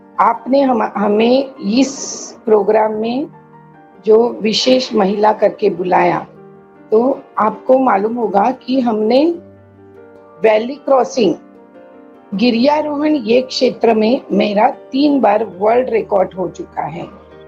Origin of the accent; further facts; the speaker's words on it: Saramble, Maharashtra, India; मैं सिंधुदुर्ग जिला के सरंबल गांव से बिलोंग करती हूँ, कुडाल तालुका है हमारा।